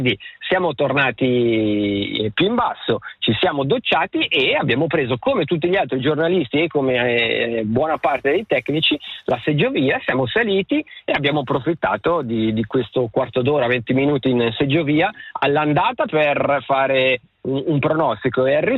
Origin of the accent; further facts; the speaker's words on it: Stabio, Ticino, Switzerland; io sono di Stabio